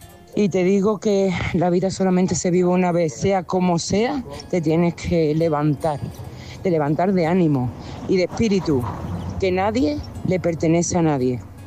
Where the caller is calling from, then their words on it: Seville, Andalusia, Spain; de Sevilla, corresponsal.